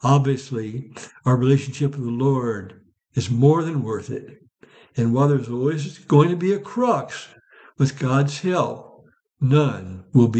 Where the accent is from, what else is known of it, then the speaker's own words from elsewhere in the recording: Ursa, Illinois, United States; my hometown of Ursa, Illinois.